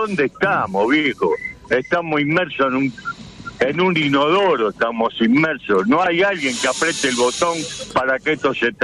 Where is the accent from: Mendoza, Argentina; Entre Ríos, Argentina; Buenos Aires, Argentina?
Buenos Aires, Argentina; born there